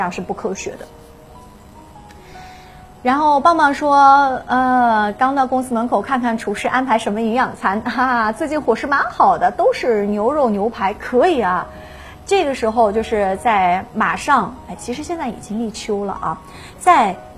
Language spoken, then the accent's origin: Chinese; Changsha, Hunan, China; 咱们 长沙人